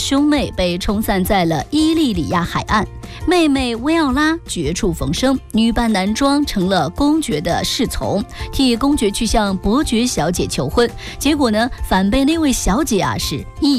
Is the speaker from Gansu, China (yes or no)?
yes; Gansu, China; 哎，作为一个甘肃人，我真的有点私心强推这个作品，